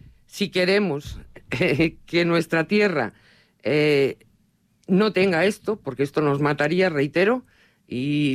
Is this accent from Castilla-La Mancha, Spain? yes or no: yes; Talavera de la Reina, Castilla-La Mancha, Spain; la entrada que tenemos todos los talaveranos cuando venimos de Madrid normalmente